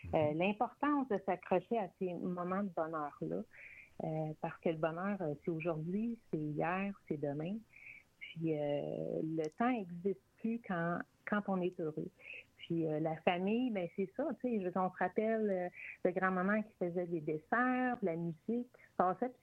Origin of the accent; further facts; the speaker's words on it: Laval, Quebec, Canada; Fait que c'est dur de dire d'où je viens, mais comme j'ai grandi à Laval.